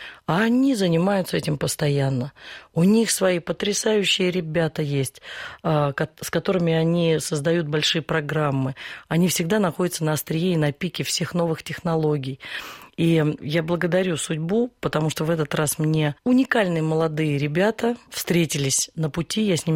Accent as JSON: {"language": "Russian", "country": "Russia", "tie": "born there", "said": "Я родилась в России, понимаешь?"}